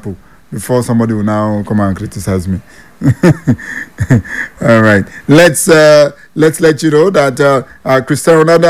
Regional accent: Nigeria; I'm a Nigerian.

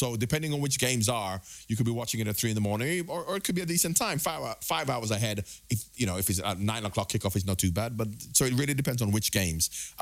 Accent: England, United Kingdom; I might have a bit of Scottish in me, but I played for England and I've lived in England and I'm now English.

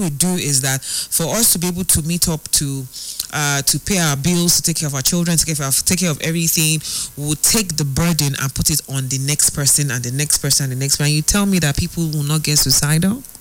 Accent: Nigeria; Every day you wake up as a Nigerian

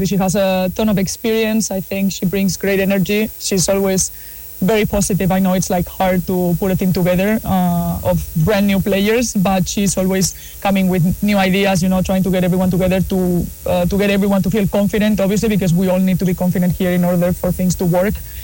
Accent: Madrid, Community of Madrid, Spain; English is a second language; now in Toronto, Canada; I'm from Madrid, so it's also, I'm from a big city. So I'm used to being places that have all these things to do and just mix of different kinds of people and cultures.

